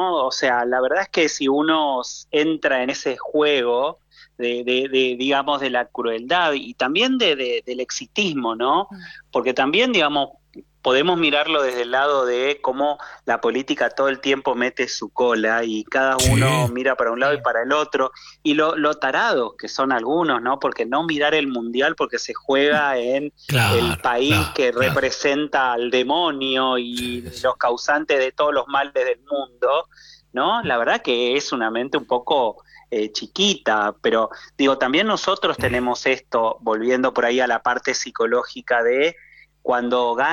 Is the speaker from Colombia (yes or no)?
no; Argentina; Ahí sí es como que podemos decir somos argentinos